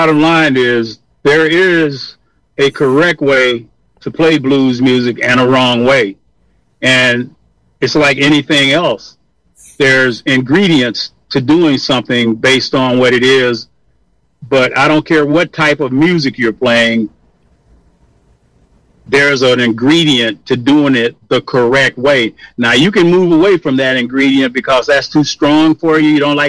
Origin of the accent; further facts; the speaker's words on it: Kissimmee, Florida, United States; It's kind of bringing me back to when I grew up in Kissimmee, Florida, and I had colored water.